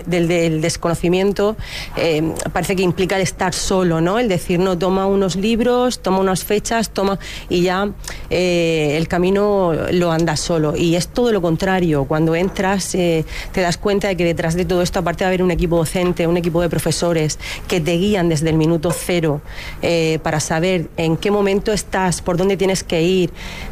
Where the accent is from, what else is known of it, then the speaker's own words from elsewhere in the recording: Region of Murcia, Spain; yo soy muy más murciana que el limón.